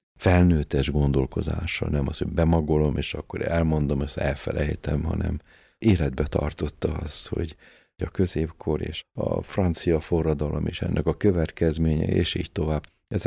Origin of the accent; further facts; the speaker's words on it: Budapest, Hungary; Várban nőttünk föl. Most a vár az egy akkora nagy játszótér, a Halászbástya egyik oldalon, másik oldalon a Tóth Árpád sétány, a gyönyörű kilátás a Budára, a budai kis dombokra.